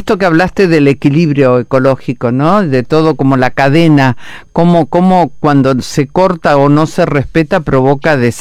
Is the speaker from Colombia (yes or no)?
no; Río Negro, Argentina; la gente habla de la Patagonia y cree que yo soy de Río Negro